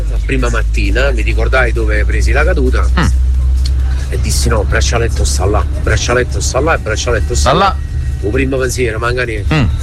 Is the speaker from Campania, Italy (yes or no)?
yes; Pozzuoli, Campania, Italy; born there